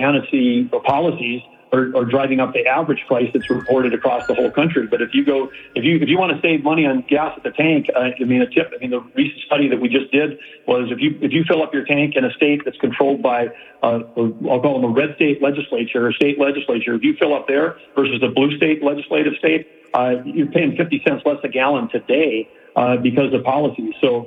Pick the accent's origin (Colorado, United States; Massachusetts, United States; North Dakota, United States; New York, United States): North Dakota, United States; And now they produce one-tenth of what gets produced out of my home state of North Dakota.